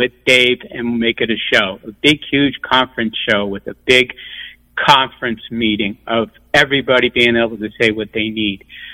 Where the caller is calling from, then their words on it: Connecticut, United States; from Connecticut.